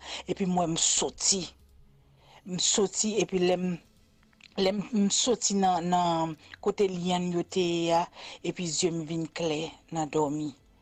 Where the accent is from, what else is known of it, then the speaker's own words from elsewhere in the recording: Haiti; born there; moved away; actuellement, je ne vis pas en Haïti, mais depuis me lever, je vis en Haïti